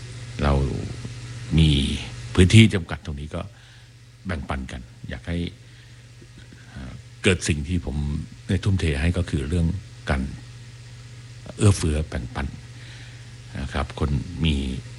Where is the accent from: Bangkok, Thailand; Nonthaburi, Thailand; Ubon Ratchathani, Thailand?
Bangkok, Thailand; ก็ตอนไปอยู่กันกับน้องสาวซึ่งเราก็เป็นเด็กกรุงเทพนะฮะที่มีไฟฟ้าแล้วก็มีโทรทัศน์ดูในที่บ้านนอก